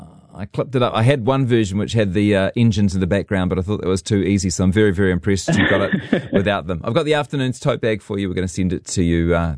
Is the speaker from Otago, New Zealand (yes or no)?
no; Hamilton, Waikato, New Zealand; Well, that's my hometown